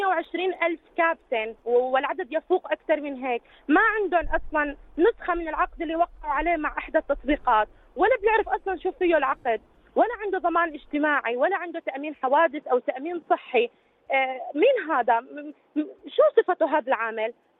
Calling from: Jordan; عندنا في الأردن

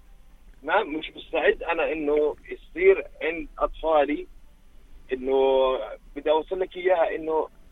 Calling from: Jordan; انا من الناس الوحيد يمكن بالاردن ما عندي نت في البيت.

